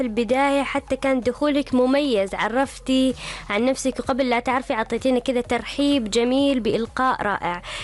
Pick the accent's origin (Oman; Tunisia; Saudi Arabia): Oman; بلادنا عمان الغالية